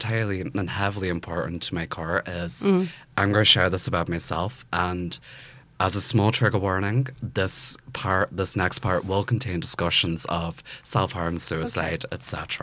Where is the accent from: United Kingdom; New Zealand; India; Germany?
United Kingdom; Belfast, Northern Ireland; born or raised there